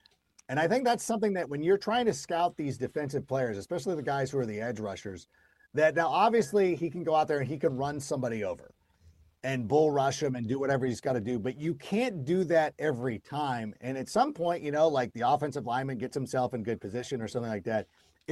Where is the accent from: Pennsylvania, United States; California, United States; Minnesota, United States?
California, United States; Miguel's Jr. is not it's from my hometown. Miguel's Jr., Don Ramon's, anybody in the Southern California area.